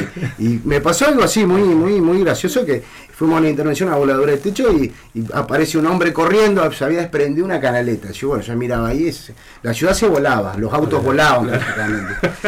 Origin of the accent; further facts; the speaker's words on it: Río Gallegos, Santa Cruz, Argentina; los que somos de Río Gallegos, nacido y criado acá, sabemos que se vuela todo en octubre